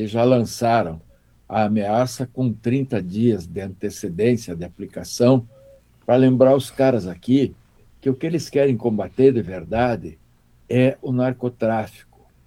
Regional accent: Brazil; eu não sou americanófilo, eu sou brasileiro.

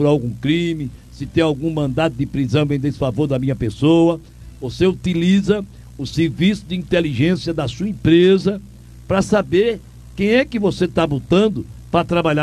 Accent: Altinho, Pernambuco, Brazil; now in Caruaru, Brazil; Eu sou de Altinho, radicado em Caruaru.

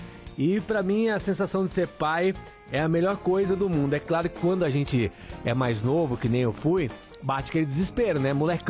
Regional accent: Araras, São Paulo, Brazil; É, Renatão, então, hoje, assim, ela mora na minha cidade, né, no interior de São Paulo, né? É, eu sou de Araras, ela também nasceu e mora lá em Araras com o avô, né, com a mãe.

